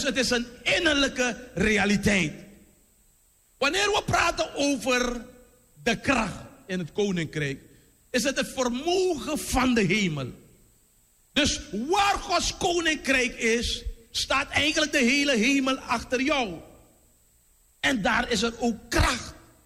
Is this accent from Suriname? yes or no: yes; Paramaribo, Suriname; Als ik kijk van waar ik kom, Abrabroki